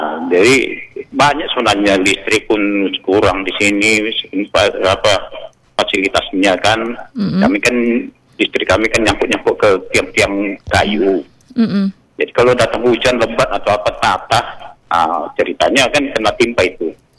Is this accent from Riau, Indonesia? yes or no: yes; Pekanbaru, Riau, Indonesia; Karena saya orang Muara Pajar, maksudnya saya sebut Muara Pajar